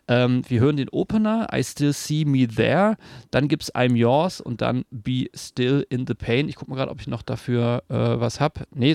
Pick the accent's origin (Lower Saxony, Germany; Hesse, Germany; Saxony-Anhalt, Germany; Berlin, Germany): Berlin, Germany; Also ich komme aus Berlin